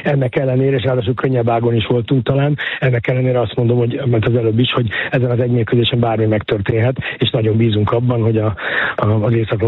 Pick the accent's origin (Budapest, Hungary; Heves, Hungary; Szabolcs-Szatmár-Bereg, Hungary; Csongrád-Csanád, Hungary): Budapest, Hungary; born there; én Kőbányán születtem